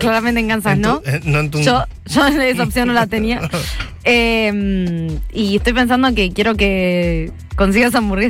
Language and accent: Spanish; La Plata, Buenos Aires Province, Argentina; yo soy de La Plata. Tengo sentido de pertenencia.